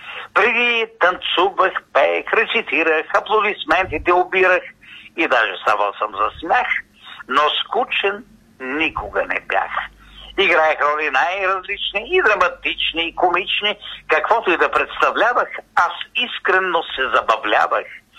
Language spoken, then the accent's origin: Bulgarian; Dalgopol, Varna Province, Bulgaria; born there; Малка подробност, аз съм роден в Дългопол до Варна, но пък съм израсъл и съм живял тук преди